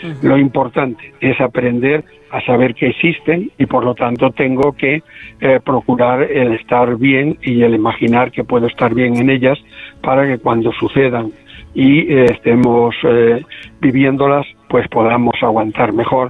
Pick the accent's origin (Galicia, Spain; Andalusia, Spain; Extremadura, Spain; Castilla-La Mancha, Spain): Galicia, Spain; Como buen gallego voy allí.